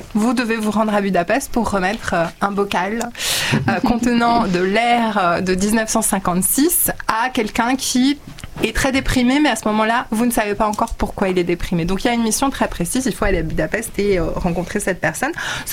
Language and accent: French; France; Bon, pour me situer de manière très très factuelle, donc je suis née en France de parents hongrois.